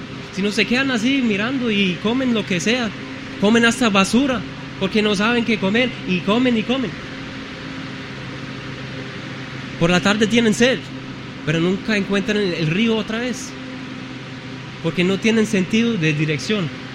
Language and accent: Spanish; Germany; Spanish is a second language; En mi país, en Alemania, hay pastores.